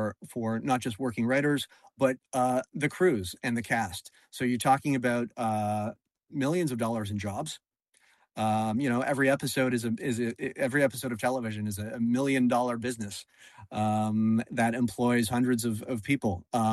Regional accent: Canada

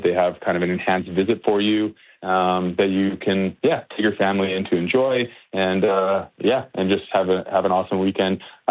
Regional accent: Regina, Saskatchewan, Canada; I grew up in Regina. All I knew was Regina.

